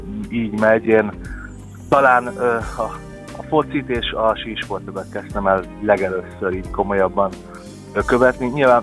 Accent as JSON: {"language": "Hungarian", "region": "Pest", "country": "Hungary", "tie": "born or raised there", "moved": "yes", "lives_now": "Budapest, Hungary", "said": "azért Cegléd közelében nőttem fel, és azért... kötődésem is"}